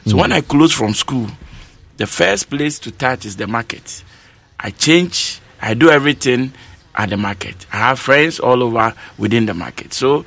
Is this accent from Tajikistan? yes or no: no; Yeji, Bono East, Ghana; I grew up in Yeji.